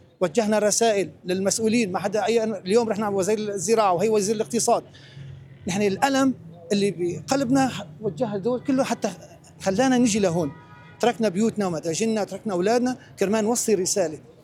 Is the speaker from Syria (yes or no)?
yes; Syria; نحن من بلاد الشام